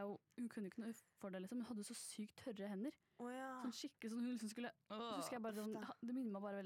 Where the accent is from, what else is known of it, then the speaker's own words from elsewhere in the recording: Larvik, Vestfold, Norway; jeg har et piano hjemme i Larvik, der jeg er fra.